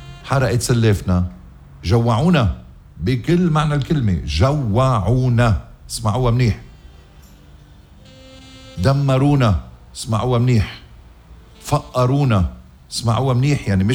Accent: Zouk Mosbeh, Keserwan-Jbeil, Lebanon; أنا من سكان ذوق مصبح كسروان وأفتخر.

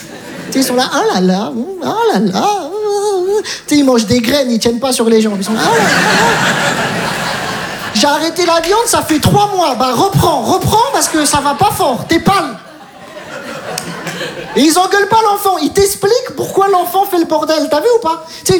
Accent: Metz, Grand Est, France; Je viens de Metz, j'ai tout abandonné.

